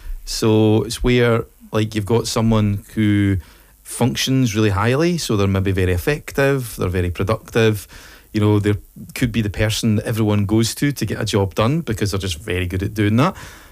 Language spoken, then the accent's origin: English; Falkirk, Scotland, United Kingdom; moved away; I'm originally from Falkirk